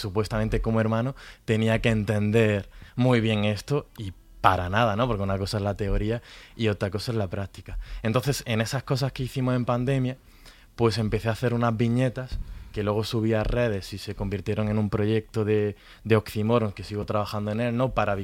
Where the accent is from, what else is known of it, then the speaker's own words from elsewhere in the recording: Granada, Andalusia, Spain; yo soy de Granada, ¿no? O sea, que estamos al lado, ¿no? Entonces, mi caso fue en la Hermana Hospitalaria de Granada, ¿no?